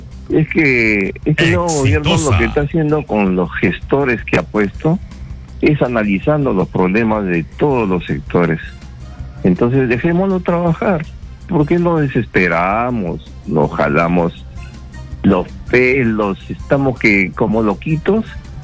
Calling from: Lima, Peru; de La Victoria

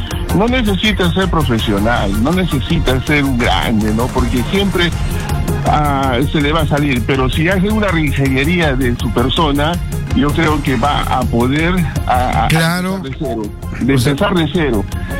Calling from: Ilo, Moquegua, Peru

